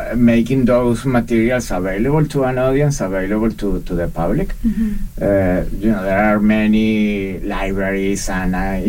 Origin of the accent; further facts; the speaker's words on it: Venezuela; moved away as an adult; now in London, Canada; I'm originally from Venezuela in Latin America, but I'm also a Canadian. I've been here in Canada and in London since 2010.